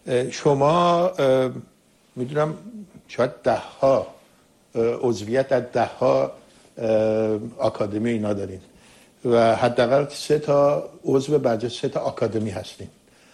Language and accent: Persian; Iran; برای من به عنوان یک ایرانی